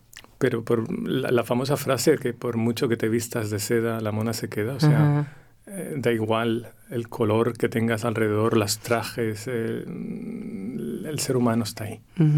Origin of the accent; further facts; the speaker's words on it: Sabadell, Catalonia, Spain; born there; También en Barcelona, en Sabadell.